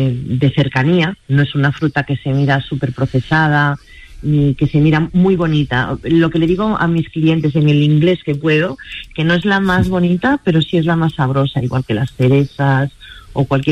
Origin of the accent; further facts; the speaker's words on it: Galicia, Spain; also born or lived in Madrid; Yo soy gallega, he estado 5 años fuera en Madrid, pero el resto de mi vida la he vivido en Galicia